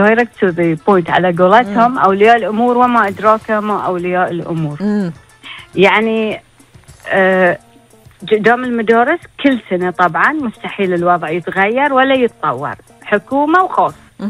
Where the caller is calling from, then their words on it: Bahrain; احنا بحرينيين والكل يحب اخلاقنا